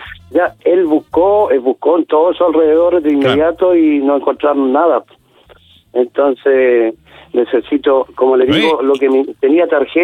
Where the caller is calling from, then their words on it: Coronel, Biobío, Chile; Sí, yo soy de acá de Coronel.